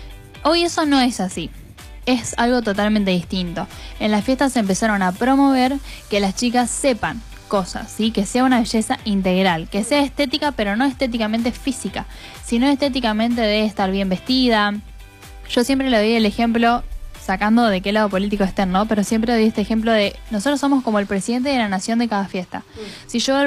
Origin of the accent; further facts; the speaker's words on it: Argentina; ¿pero por qué tengo que estar mirando en Estados Unidos si soy de Argentina?